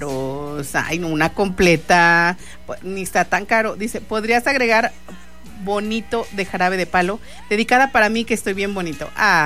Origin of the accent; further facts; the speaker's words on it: Mexico; así somos los mexicanos, bien mañosos.